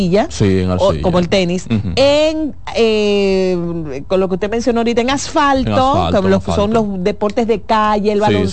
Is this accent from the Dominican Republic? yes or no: yes; Dominican Republic; Yo sé de pelota como cualquier dominicano